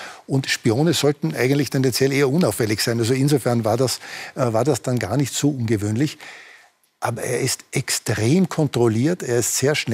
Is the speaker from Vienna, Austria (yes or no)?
no; Innsbruck, Tyrol, Austria; im Olympischen Dorf in Innsbruck in einer Baugrube, wo ich aufgewachsen bin.